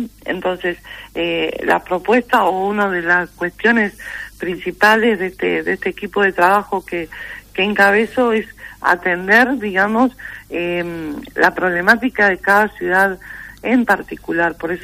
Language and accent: Spanish; Olavarría, Buenos Aires Province, Argentina; Olavarría, que es de la ciudad de la cual yo soy nativa